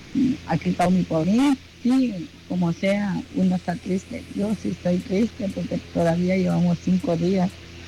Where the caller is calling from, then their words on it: Tapachula, Chiapas, Mexico; Soy de Tapachula, Chiapas.